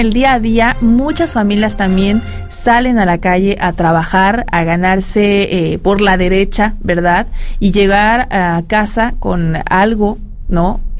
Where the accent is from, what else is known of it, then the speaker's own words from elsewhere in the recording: Mexico; hoy como mexicanos somos un ejemplo, además de tener esta hermandad y de brindar y dar la bienvenida a todos los extranjeros